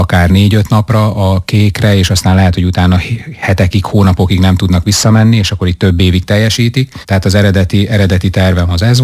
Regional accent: Vojvodina, Serbia; moved away as an adult; now in Hungary; én határon túl születtem, Vajdaságban, ott is nőttem fel, ott érettségiztem, csak egyetemet kezdtem itt el Magyarországon.

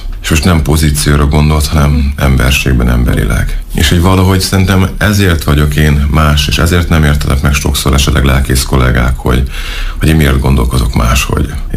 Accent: Tiszántúl, Hungary; Elindultam, nem is Debrecenbe elsősorban, én tiszántúli vagyok, hanem elindultam Sárospatakra.

